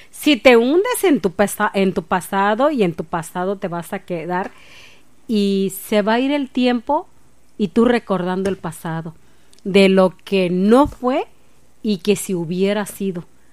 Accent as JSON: {"language": "Spanish", "region": "Michoacán", "country": "Mexico", "said": "los que somos mexicanos y más michoacanos"}